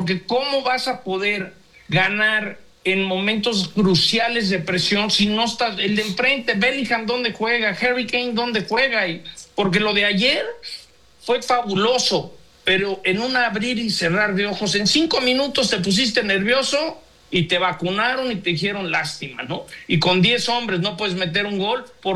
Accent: Mexico; Nos unimos de decir, aquí estamos, estos somos los mexicanos

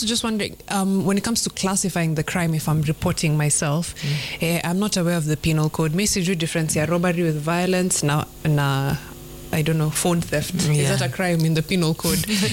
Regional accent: Kenya; If it's assault, I'm a Kenyan. I don't understand the difference between assault and battery, for example.

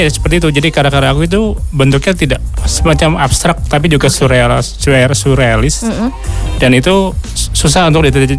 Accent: Bogor, West Java, Indonesia; Oh ya, aku dari Bogor.

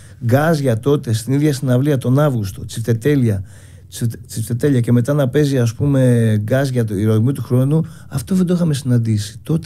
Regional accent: Central Greece, Greece; Α, ξέρω, είναι Φωκίδα κοντά το χωριό μου, αλλά το σημερινό όνομα δεν θυμάμαι.

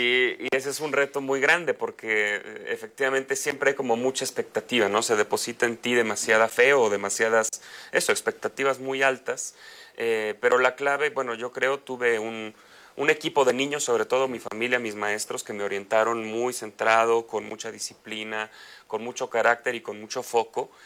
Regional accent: Guanajuato, Mexico; born there; Familia de ingenieros, uh-huh, guanajuatenses, nací en Guanajuato.

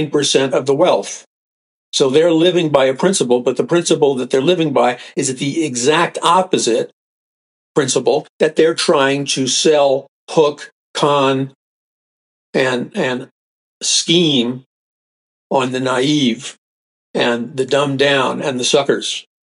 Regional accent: New York City, New York, United States; I remember growing up in New York City, people talk very straight, very, a lot of people are turned off, but you know, I can't do anything about that. That's where I was raised.

